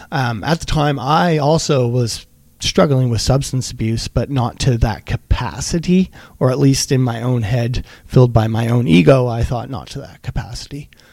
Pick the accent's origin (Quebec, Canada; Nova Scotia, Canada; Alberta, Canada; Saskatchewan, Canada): Nova Scotia, Canada; Mount Uniacke; So I chose to go to Mount Uniac. I grew up in Mount Uniac. I knew the area.